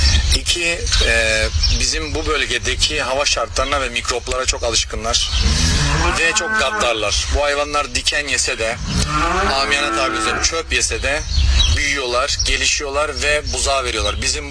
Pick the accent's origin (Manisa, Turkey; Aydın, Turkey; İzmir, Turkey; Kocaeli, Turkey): Aydın, Turkey; also born or lived in Istanbul; Uzun süreler İstanbul'da görev yaptım. Aslen Aydınlıyım. Aydın'a yerleştim, geldim.